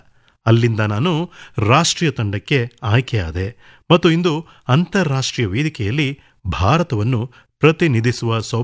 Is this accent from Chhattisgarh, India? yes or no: yes; Chhattisgarh, India; ನಾನು ಛತ್ತೀಸ್ಗಢ ಮೂಲದವನು. ಪ್ರಸ್ತುತ ನಾನು ಒಡಿಶಾವನ್ನು ಪ್ರತಿನಿಧಿಸುತ್ತಾ ಸ್ಪರ್ಧಿಸುತ್ತಿದ್ದೇನೆ.